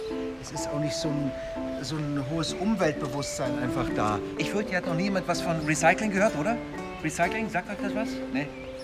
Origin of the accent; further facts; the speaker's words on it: Munich, Bavaria, Germany; Also ich komme aus München. Das ist ganz unten. Das ist ganz unten in Deutschland, im Süden.